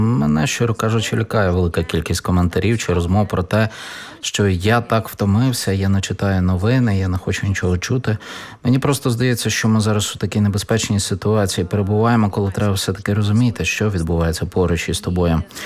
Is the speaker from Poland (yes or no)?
no; Latvia; first language Russian; Ukrainian is a second language; also born or lived in Mogilev Region, Belarus; Незважаючи на те, що я російськомовна, я вважаю себе латвійкою. А до 2022 року я про це взагалі не замислювалася. І зараз я, до речі, думаю про те, що у мене в паспорті моя етнічна приналежність позначена як білоруська.